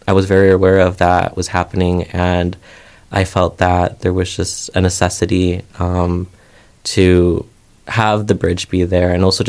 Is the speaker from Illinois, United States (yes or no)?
yes; Minooka, Illinois, United States; growing up, I grew up in Minooka, and after my father's deportation, we were all uprooted